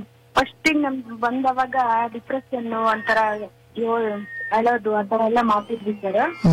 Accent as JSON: {"language": "Kannada", "town": "Shivamogga", "region": "Karnataka", "country": "India", "tie": "born or raised there", "said": "ನಾವು ಶಿವಮೊಗ್ಗ ಸರ್, ನಮ್ಮ ಊರು."}